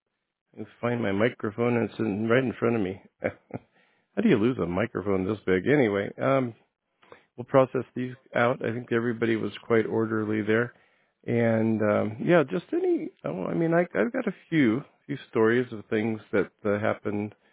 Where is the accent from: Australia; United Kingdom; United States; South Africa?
United States; Idyllwild, California; when I grew up in Idlewild